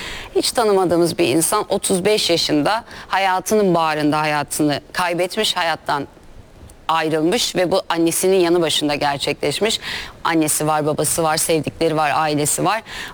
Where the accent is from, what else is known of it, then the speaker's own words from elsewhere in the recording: Kuşadası, Aydın, Turkey; Kuşadası'nda benim memleketimde